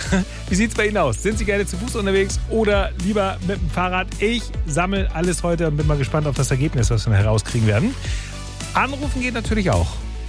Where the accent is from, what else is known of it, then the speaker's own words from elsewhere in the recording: Schleswig-Holstein, Germany; Deswegen versuche ich heute mal rauszufinden, was sind wir Schleswig-Holsteiner für Typen?